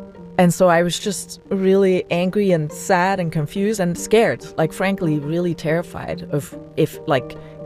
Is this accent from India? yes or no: no; Belgium; English is a second language; moved away as an adult; now in United States